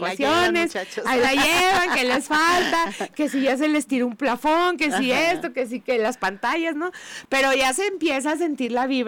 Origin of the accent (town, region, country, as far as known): Mexico